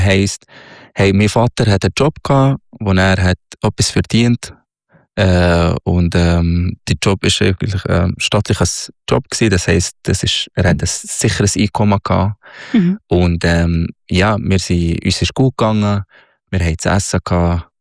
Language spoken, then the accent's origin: German; Minya, Minya Governorate, Egypt; German is a second language; now in Switzerland; Ich bin im Oberägypten aufgewachsen, am Nildelta. In Elmenia, das ist 3 Stunden südlich von Kairo, die Hauptstadt. In einem sehr traditionelles Dorf, sozusagen, aber Dorf.